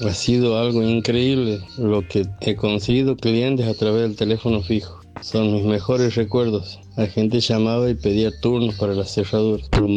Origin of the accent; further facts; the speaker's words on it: Santiago del Estero, Argentina; also born or lived in Córdoba; soy de Santiago del Estero. Tengo las mejores anécdotas de mi teléfono fijo. Cuando me fui de los 14 años de Santiago del Estero, volví a los 21. Había trabajado en Córdoba